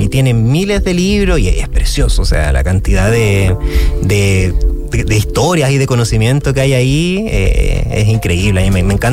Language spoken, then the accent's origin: Spanish; Antofagasta, Chile; Yo soy antofagastino, nacido y criado acá